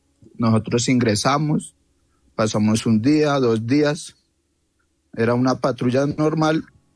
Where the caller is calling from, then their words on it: Bogotá, Colombia; yo soy de Bogotá